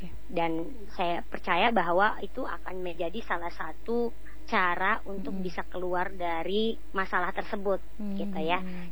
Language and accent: Indonesian; East Nusa Tenggara, Indonesia; Kebetulan saya asli anak Lamboya di Sumba Barat.